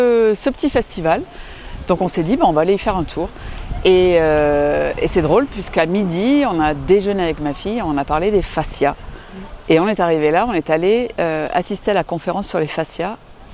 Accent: Auvergne-Rhône-Alpes, France; donc moi je viens de la Drôme et je suis venue passer le week-end chez mon amie Jamila.

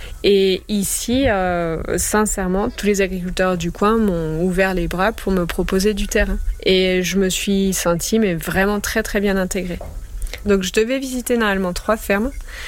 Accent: Auvergne-Rhône-Alpes, France; now in Vercors, France; Je suis originaire de Haute-Savoie

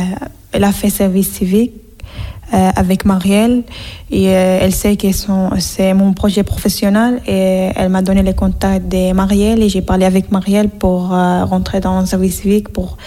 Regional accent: Venezuela; now in France; je suis syrienne, je viens de Venezuela.

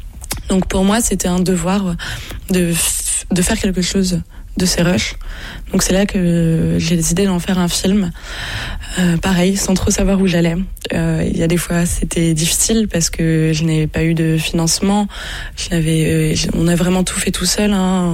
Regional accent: France; en tant que Français en plus, on est très très privilégié

